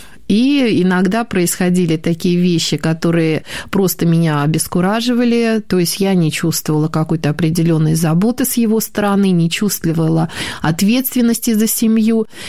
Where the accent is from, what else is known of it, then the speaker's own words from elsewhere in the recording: Moscow, Russia; born there; Родилась я в Москве, в хорошей благополучной семье